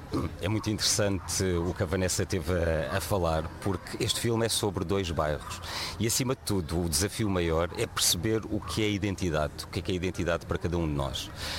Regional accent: Setúbal, Portugal; Eu vivi, passei a minha infância nas Torres da Reboreda, que são os edifícios colados ao bairro dos Pescadores e ao Grito do Povo.

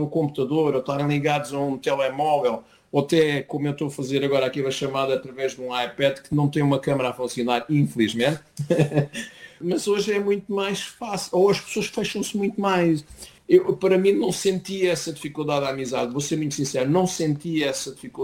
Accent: Portugal; moved away as an adult; now in Norway; eu saí de Portugal, estava a jogar no Vitória de Setúbal, era um bol. E quando saí de Portugal, vim para a Noruega

